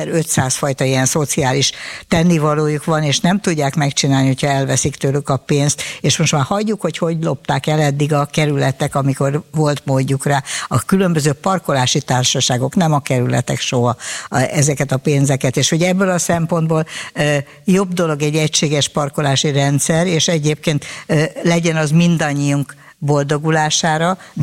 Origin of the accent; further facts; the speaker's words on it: Budapest, Hungary; én nekem kívülállóként és budapestiként az az érdekem, hogy az én kormányom legyen jobb az én fővárosommal, mert akkor nekem itt lakóként akkor lesz jó a helyzetem.